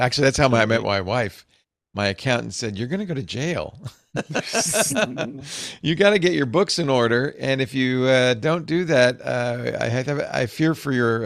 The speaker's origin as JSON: {"language": "English", "region": "Rhode Island", "country": "United States", "tie": "born or raised there", "said": "And I said, oh, nice. So I grew up there."}